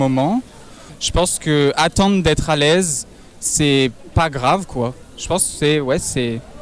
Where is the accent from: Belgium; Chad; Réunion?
Réunion; moved away as an adult; now in France; Non, car je viens de La Réunion. Et okay. Qu'à La Réunion, il n'y avait pas trop de Pride à l'époque, quand j'étais plus jeune en tout cas.